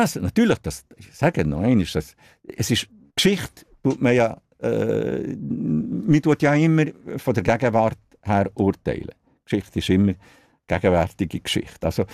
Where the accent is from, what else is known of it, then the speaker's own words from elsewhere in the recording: Bern, Switzerland; Genau, ich bin ja in Bern aufgewachsen, habe meine Schule in Bern gemacht.